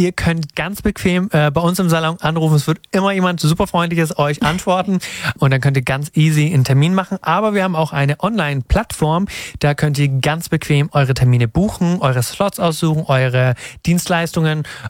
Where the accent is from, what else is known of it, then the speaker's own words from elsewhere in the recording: Leonberg, Baden-Württemberg, Germany; Das ist genau die Mitte zwischen Leonberg, da wo ich herkomme, und Stuttgart.